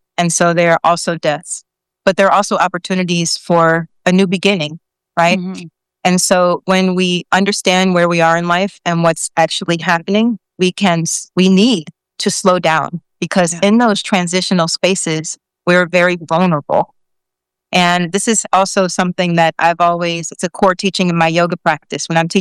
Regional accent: Chicago, Illinois, United States; I did live in all these other neighborhoods, but now I'm back on the south side. I live here in Bronzeville. This is where my business is. And but I grew up in Hyde Park and also further south.

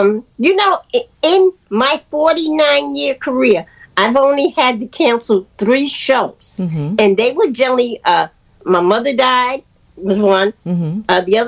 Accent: New York, United States; as a New Yorker

